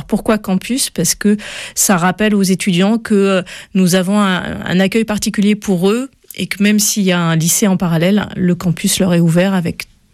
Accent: Brest, Brittany, France; moved away as an adult; also born or lived in Nantes; now in Paris, France; je suis originaire de Brest.

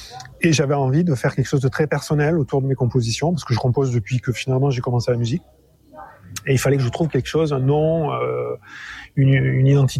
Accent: Occitanie, France; qui était une ode à mon pays d'origine, enfin ma région d'origine, le Lot. Voilà, moi j'ai grandi dans l'Écosse, sur l'Écosse du Lot.

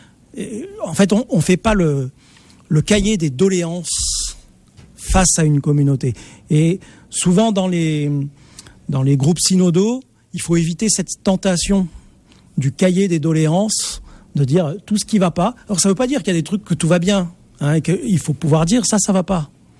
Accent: Marseille, Provence-Alpes-Côte d'Azur, France; Je suis de Marseille, alors c'est mes références. J'ai appris ça à l'école primaire.

